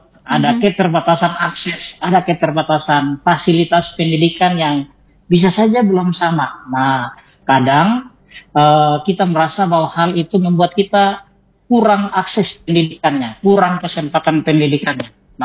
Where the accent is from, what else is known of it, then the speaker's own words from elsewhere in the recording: Indonesia; moved away; saya pribadi sebagai anak kampung, oh ya, pendengar semuanya, saya lahir di kampung. Nah, saya lahirnya di kampung Oelufa. Nah, Oelufa. Terus itu satu kampung di daerah Kecamatan Lohulu.